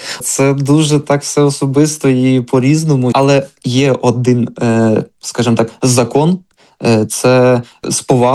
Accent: Volyn Oblast, Ukraine; я із Волині.

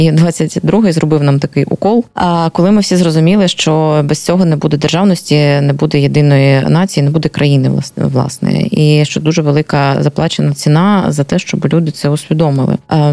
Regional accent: Luhansk Oblast, Ukraine; навіть коли я вчилася в школі, я родом з Луганщини

